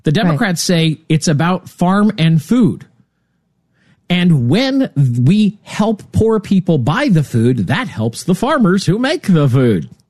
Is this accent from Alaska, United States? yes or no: no; Lincoln, Nebraska, United States; I'm from Lincoln, eastern edge of the state.